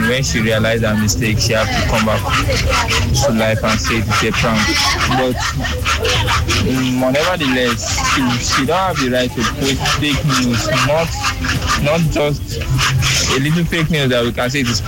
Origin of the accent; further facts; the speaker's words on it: Rivers, Nigeria; I'm from River State. Starting from River State.